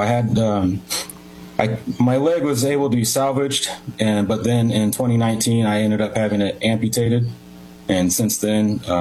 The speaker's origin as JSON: {"language": "English", "town": "El Paso", "region": "Illinois", "country": "United States", "said": "In El Paso, Illinois, sir."}